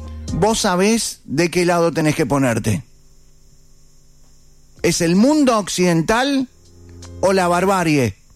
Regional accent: Uruguay; Somos uruguayos.

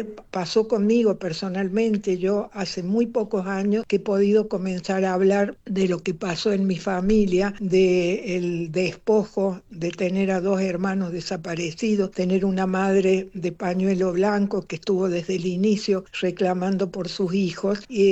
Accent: Argentina; siempre a España, que es donde yo pude ejercer periodismo en libertad para denunciar lo que escribía en mi país.

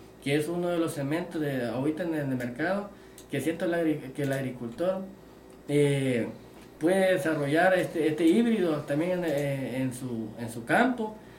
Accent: El Salvador; yo siento que como salvadoreños y agricultores que tenemos en el campo

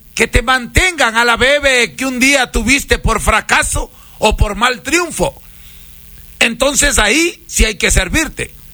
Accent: Peru; now in Salcedo, Ecuador; Soy peruano, soy chamán, atiendo en Salcedo

